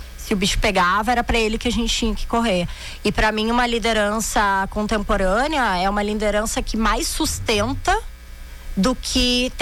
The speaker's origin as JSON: {"language": "Portuguese", "region": "Rio Grande do Sul", "country": "Brazil", "accent": "gaúcho", "said": "Eu sou gaúcha, né? Como todos puderam perceber pelo meu sotaque."}